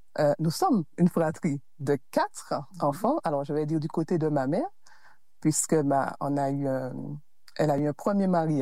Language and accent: French; Le Robert, Martinique; j'ai grandi au Robert. Hein? Je suis née en Martinique.